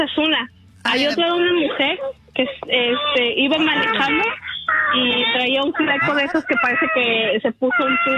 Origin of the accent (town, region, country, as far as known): Mexico City, Mexico